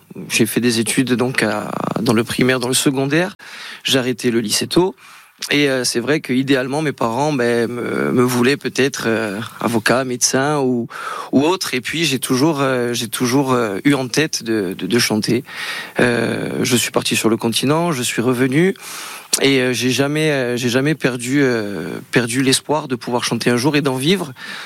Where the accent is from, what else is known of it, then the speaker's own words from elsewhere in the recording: Ajaccio, Corsica, France; now in Ocana, France; Alors moi je suis né sur Ajaccio.